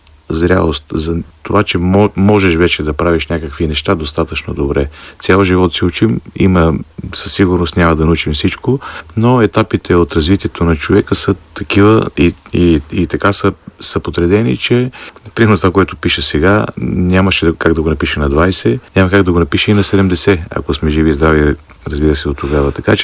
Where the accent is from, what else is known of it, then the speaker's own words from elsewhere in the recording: Blagoevgrad, Blagoevgrad Province, Bulgaria; защото аз съм от Благоевград, започнал съм да свиря на тамбура